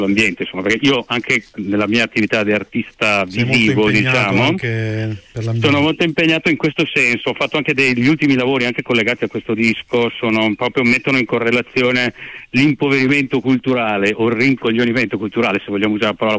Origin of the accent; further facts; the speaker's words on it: Treviso, Veneto, Italy; now in Venice, Italy; Siamo di Treviso.